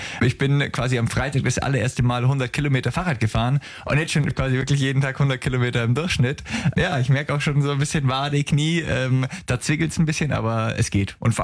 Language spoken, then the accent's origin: German; Bavaria, Germany; born there; Ich komme gebürtig aus dem Allgäu